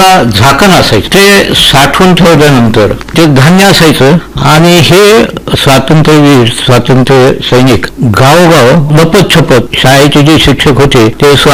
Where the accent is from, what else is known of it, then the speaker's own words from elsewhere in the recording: Kumbhephal, Maharashtra, India; माझा जन्म केस तालुक्यातील कुंभेफळ या गावी झाला.